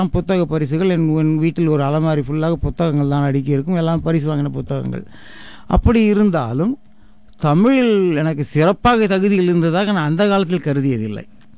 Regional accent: Kaniyambadi, Tamil Nadu, India; moved away as an adult; now in Melbourne, Australia; என்னுடைய ஊரை பற்றி சொல்ல வேண்டுமானால் அது வேலூர். தமிழகத்தில் சென்னையிலிருந்து ஒரு 210 கிலோமீட்டரில் இருக்கிற வேலூர் நகரத்திற்கு ஒரு 13 கிலோமீட்டர் தொலைவில் உள்ள சிறிய கிராமம் கனியம்பாடி.

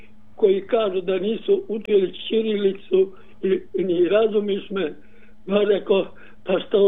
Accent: Kamensko, Split-Dalmatia County, Croatia; moved away as an adult; also born or lived in Slavonia; now in Melbourne, Australia; i onda smo emigrirali iz Slavonije za Dalmaciju, tamo gdje sam i odrastao, Kamensko.

